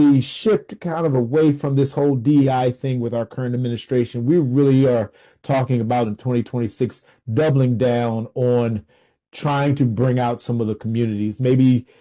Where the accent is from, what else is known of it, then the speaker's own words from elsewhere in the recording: Washington, District of Columbia, United States; I'm from Washington, D.C.